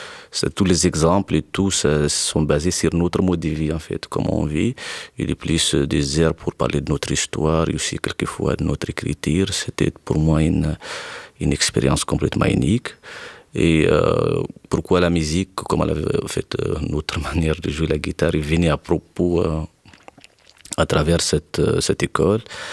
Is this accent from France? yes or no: no; Tinzawaten, Kidal, Mali; Tinzawaten, c'est là où nous sommes grandis, en fait.